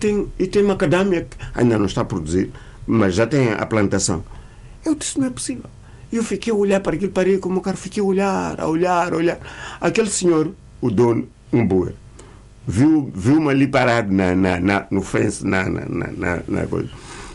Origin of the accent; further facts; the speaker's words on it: Jangamo, Inhambane, Mozambique; mas ele é um grande agricultor agora em Jangamo, minha terra.